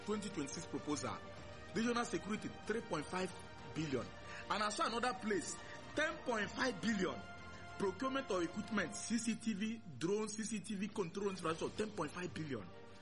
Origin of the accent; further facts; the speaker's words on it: Onitsha, Anambra, Nigeria; I was born and bred in Onitsha.